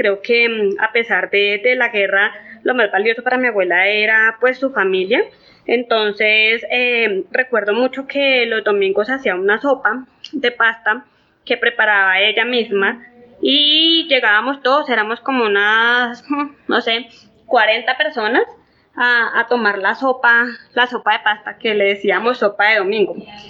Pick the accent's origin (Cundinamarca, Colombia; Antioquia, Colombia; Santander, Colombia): Cundinamarca, Colombia; Soacha; born there; yo nací el 4 de noviembre de 1981 en Soacha, Cundinamarca. Actualmente tengo 44 años.